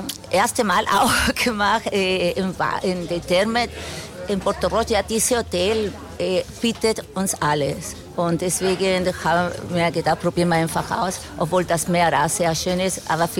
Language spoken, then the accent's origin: German; Chile; now in Linz, Austria; Ich komme aus Chile und ich bin seit 32 Jahren in Österreich.